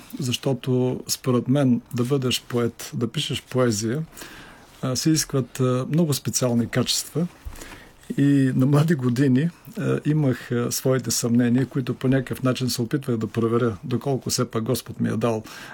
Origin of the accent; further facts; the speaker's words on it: Dimitrovgrad, Haskovo Province, Bulgaria; moved away; във вестник Димитровградска правда, откъдето съм от този град съм аз тръгнал всъщност в живота, а и в словото.